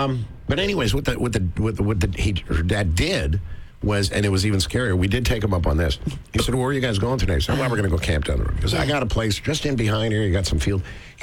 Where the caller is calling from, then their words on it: Toronto, Ontario, Canada; Well, we're from Toronto